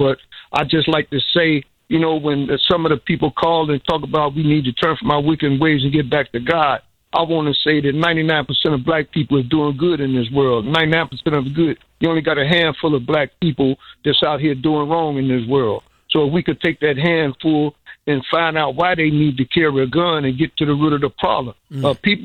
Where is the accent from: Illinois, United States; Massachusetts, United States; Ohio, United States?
Illinois, United States; Chicago; where I come from, I'm born and raised in Chi-Town. I'm the youngest of 9 kids, man. I was raised up with both my parents.